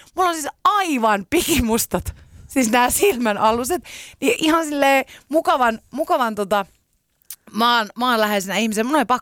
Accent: Hankasalmi, Central Finland, Finland; tuolla meillä päin Hankasalmella

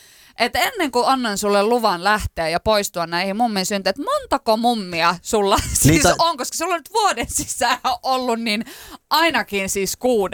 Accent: Pielavesi, North Savo, Finland; Pielävesi on pieni paikkakunta, mistä mä oon kotoisin, 4000 asukasta

